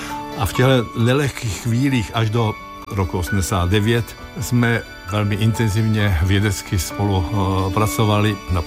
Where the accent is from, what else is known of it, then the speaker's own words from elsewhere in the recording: Olomouc, Olomouc Region, Czechia; Já jsem z Olomouce